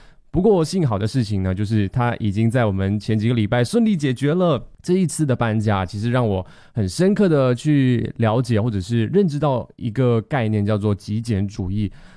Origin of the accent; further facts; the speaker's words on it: Malaysia; now in Taiwan; 我们马来西亚人